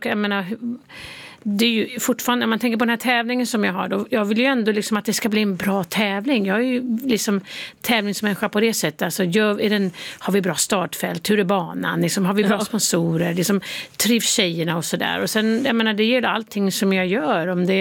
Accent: Sweden; now in United States; Ja, jag är fortfarande svensk medborgare.

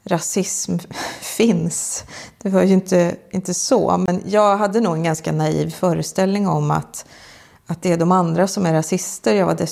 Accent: Sweden

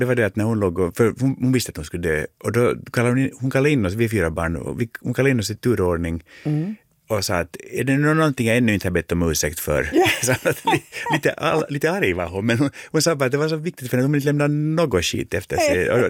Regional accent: Finland

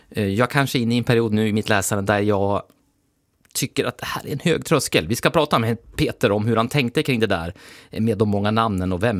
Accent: Jämtland County, Sweden; now in Västerbotten, Sweden; Jag är uppväxt vid Storsjönstrand och där finns det ju grusstränder mer.

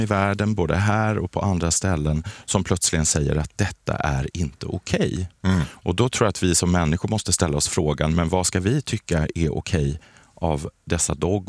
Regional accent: Kalmar, Kalmar County, Sweden; born there; moved away; jag kom ju från Kalmar från början. Där fanns det amatörteater.

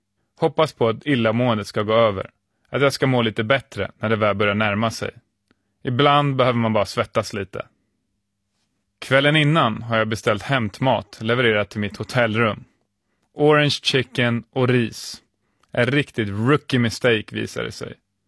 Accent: Nacka, Stockholm County, Sweden; Det jag har strävat efter sedan jag var en liten kille hemma i Nacka.

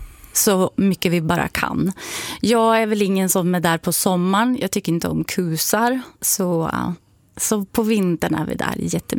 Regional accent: Timrå, Västernorrland County, Sweden; Jag är uppvuxen i Timrå. Tillsammans med min mamma.

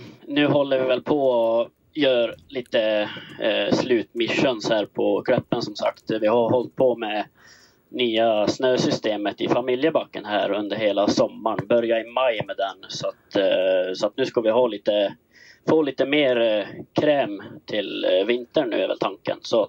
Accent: Lima, Dalarna County, Sweden; jag är väl här hemma i Lima, där jag är född och uppvuxen.

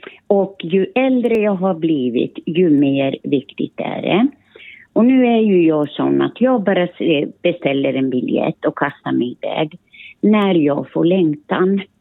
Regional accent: Finland; now in Sweden; För jag lekte jättemycket i skogen hemma i Finland.

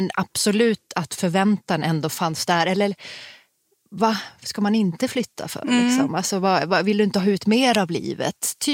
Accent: Norrbotten County, Sweden; moved away; Vi är systrar, vi har vuxit upp i Tornedalen men bor inte där längre, sedan många år.

